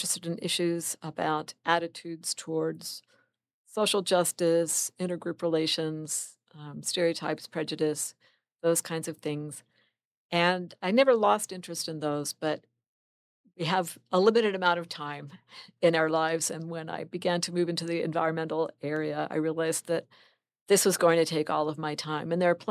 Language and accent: English; Maryland, United States; I grew up in Maryland, not far from Washington, D.C. So it wasn't exactly the wilderness, but I was fortunate to grow up sort of surrounded by a lot of nature. There was a creek behind my house. I was across the street from a state park